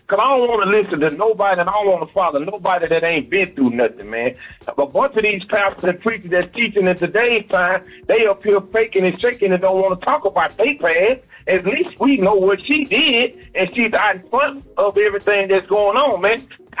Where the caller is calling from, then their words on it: Texas, United States; I'm calling from Fitwater, Texas.